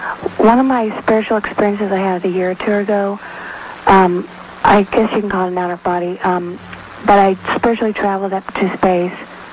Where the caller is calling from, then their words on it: Redding, California, United States; I'm calling from Redding, California.